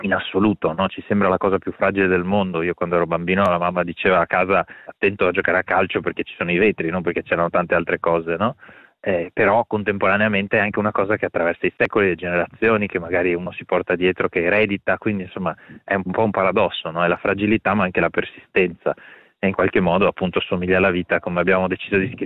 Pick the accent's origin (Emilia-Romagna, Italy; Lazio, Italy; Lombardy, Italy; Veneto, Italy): Veneto, Italy; Venice; da veneziano conosco Murano forse un po' meglio di chi sta fuori Venezia. Andavo a scuola con magari degli eredi di famiglie muranesi